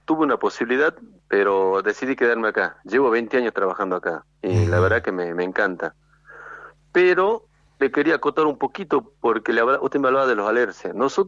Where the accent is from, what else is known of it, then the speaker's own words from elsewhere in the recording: Los Toldos, Salta, Argentina; tengo la suerte de ser de acá del lugar. Soy del Perotoldo.